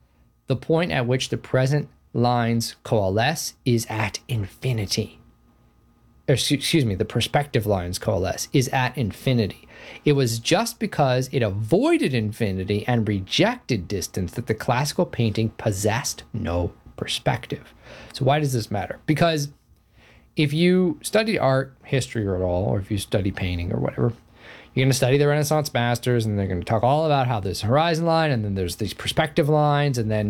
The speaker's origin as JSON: {"language": "English", "town": "Riverside", "region": "California", "country": "United States", "tie": "born or raised there", "said": "I know every hill and every tree. I spent my whole childhood running all around Riverside."}